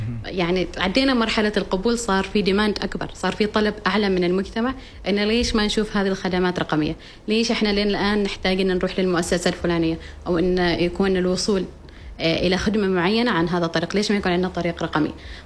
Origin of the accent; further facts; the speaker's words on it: Oman; احنا كمجتمع عماني